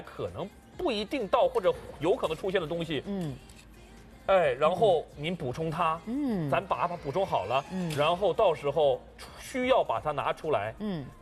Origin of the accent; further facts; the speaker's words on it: China; 我们中国人